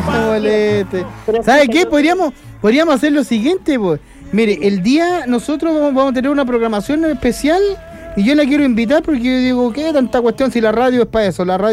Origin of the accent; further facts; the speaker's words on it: Chile; Somos chilenos